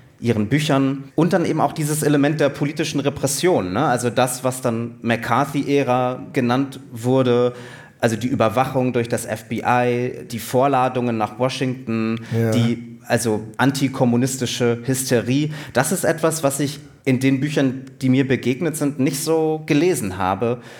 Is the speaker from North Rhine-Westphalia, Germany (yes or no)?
no; Berlin, Germany